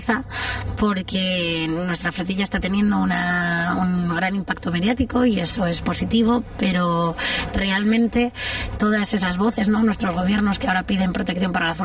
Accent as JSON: {"language": "Spanish", "town": "Madrid", "region": "Community of Madrid", "country": "Spain", "lives_now": "Mallorca, Spain", "said": "soy madrileña, ahora mismo viviendo en Mallorca"}